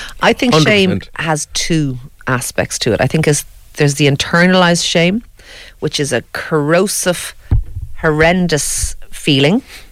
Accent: Ireland

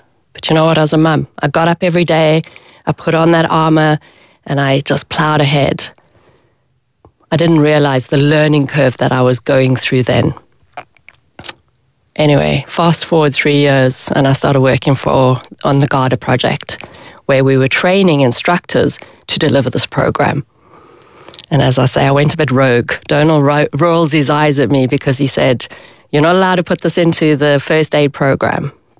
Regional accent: South Africa; moved away as an adult; now in Ireland

